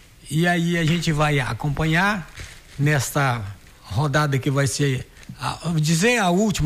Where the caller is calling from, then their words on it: Brazil; Eu sou brasileiro. Eu sou brasileiro